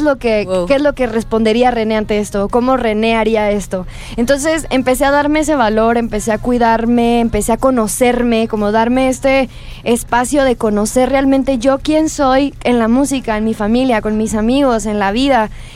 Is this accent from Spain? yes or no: no; Monterrey, Nuevo León, Mexico; Yo soy de Monterrey.